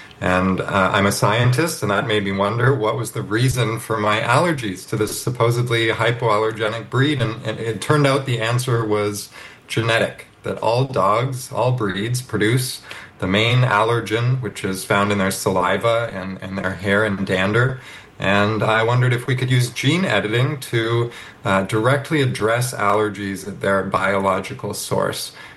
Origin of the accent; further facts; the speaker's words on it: Toronto, Ontario, Canada; So I've been allergic to dogs my entire life. I grew up in Toronto, actually, and in Canada, and my family could never have a dog because of my allergies.